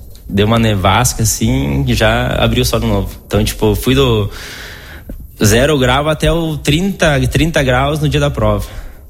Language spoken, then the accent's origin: Portuguese; Brazil; Daí eu falei, não, eu sou brasileiro também, tal, era meu sonho fazer uma prova na Itália